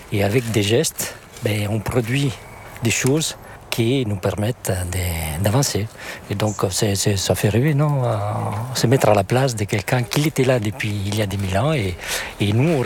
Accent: Italy; French is a second language; moved away as an adult; now in France; je suis un archéologue italien, mais j'habite en France depuis pas mal d'années.

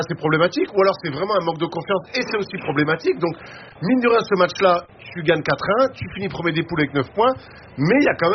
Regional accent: Brest, Brittany, France; parce que je suis breton quand même, et brestois.

